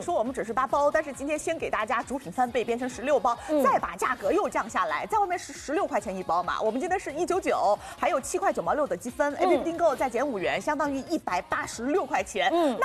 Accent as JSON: {"language": "Chinese", "country": "China", "said": "我们中国人很多人有这种基因，"}